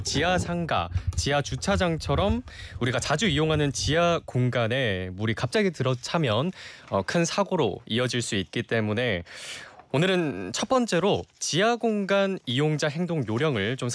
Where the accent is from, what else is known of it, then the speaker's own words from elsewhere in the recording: Busan, South Korea; moved away; 고향에 아시다시피 제가 부산인데